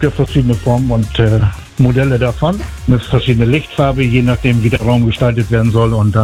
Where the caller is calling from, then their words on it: Aurich district, Lower Saxony, Germany; Ich komme aus dem Landkreis Aurich